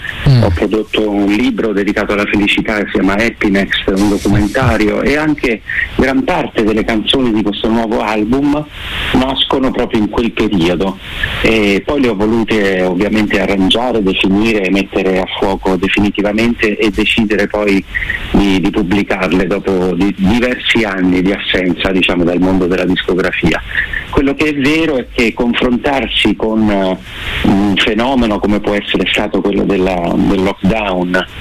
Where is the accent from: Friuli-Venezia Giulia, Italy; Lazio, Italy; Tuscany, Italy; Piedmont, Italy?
Lazio, Italy; Rome; Abbiamo scelto di ritornare a Roma, che è la mia città d'origine, in questo luogo così prestigioso